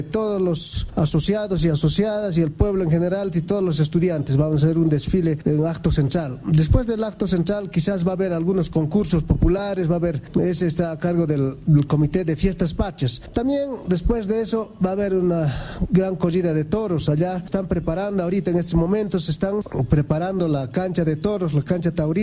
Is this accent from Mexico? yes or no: no; Bolivia; nuestra Bolivia, de nuestra patria